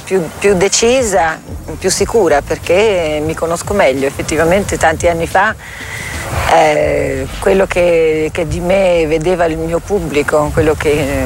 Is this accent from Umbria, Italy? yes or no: no; Bagnara Calabra, Calabria, Italy; born there; Io sono proprio calabrese, mia madre è di Bagnara Calabra, mio padre è di Villa San Giovanni, io sono nata a Bagnara, cioè più calabrese di così. Sono la Calabria, scusate per la presunzione a tutti gli altri calabresi naturalmente, ma io mi sento la Calabria.